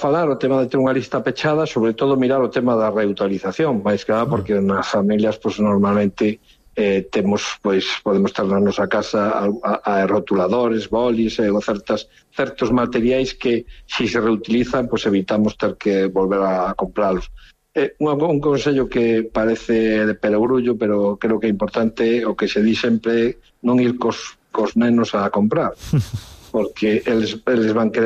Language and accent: Galician; Lugo, Galicia, Spain